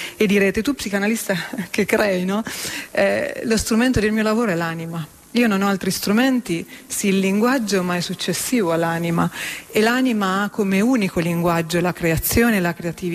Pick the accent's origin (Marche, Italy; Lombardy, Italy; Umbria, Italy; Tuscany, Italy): Umbria, Italy; io sono umbra, se fossi nata maschio mi sarei chiamata Francesco, tanto è il legame con la mia terra.